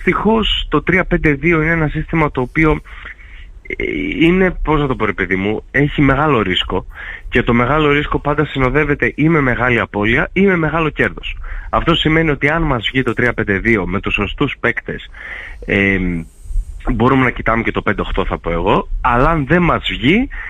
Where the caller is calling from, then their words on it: Thessaloniki, Central Macedonia, Greece; Όχι, δεν είμαι από Ικαρία, από Θεσσαλονίκη κανονικά.